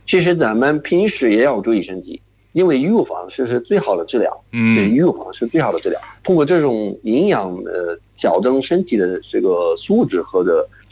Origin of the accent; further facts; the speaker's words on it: Jordan; Chinese is a second language; 大家好，